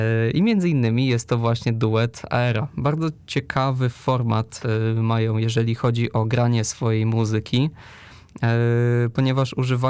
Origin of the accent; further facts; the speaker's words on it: Szczecin, West Pomeranian Voivodeship, Poland; moved away as an adult; now in Poznań, Poland; pochodzę jednak z miejscowości, która trochę jest ofiarą bliskości do Berlina. Chodzi tutaj o Szczecin.